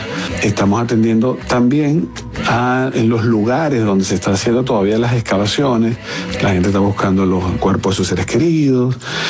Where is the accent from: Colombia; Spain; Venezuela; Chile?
Venezuela; pedir a Dios también que podamos seguir atendiendo a las personas como todos, como venezolanos.